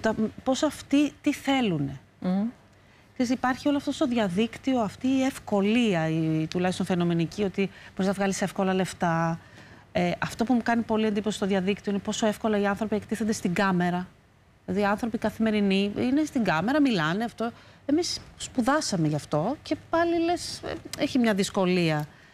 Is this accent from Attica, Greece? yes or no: yes; Athens, Attica, Greece; also born or lived in Crete; Μεγάλωσα εδώ, στην Αθήνα. Δηλαδή, τα πρώτα χρόνια στην Κρήτη και μετά στην Αθήνα.